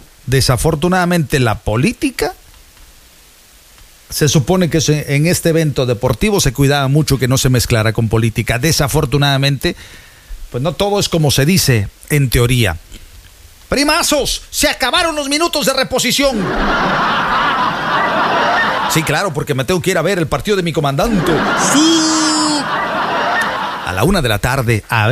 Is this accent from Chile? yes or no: no; Veracruz, Mexico; soy de oro, soy jarocho.